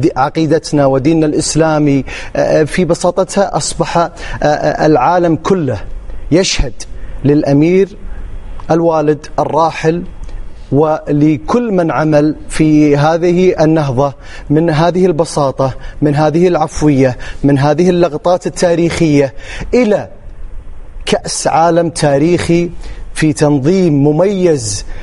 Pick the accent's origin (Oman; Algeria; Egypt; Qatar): Qatar; جعلتنا جميعا بداية كقطريين وكخليجيين وكعرب